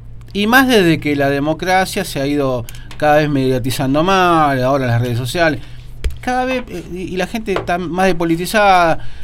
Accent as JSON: {"language": "Spanish", "country": "Argentina", "said": "Yo sé todos los defectos que tenemos los argentinos"}